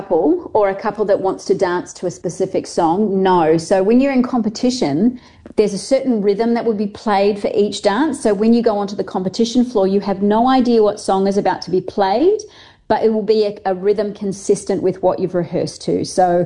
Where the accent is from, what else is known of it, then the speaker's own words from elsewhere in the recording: Australia; I call it lobster being Australian, or a crayfish sitting on top of it